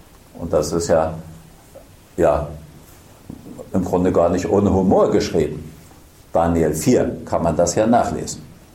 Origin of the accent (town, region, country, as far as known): Germany